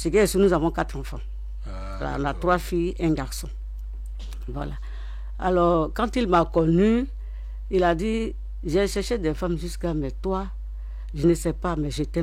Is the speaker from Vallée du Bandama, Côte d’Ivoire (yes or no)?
no; Gagnoa, Gôh-Djiboua, Côte d’Ivoire; born there; now in Abidjan, Côte d'Ivoire; Je parle bété parce que je suis né à Gagnoua.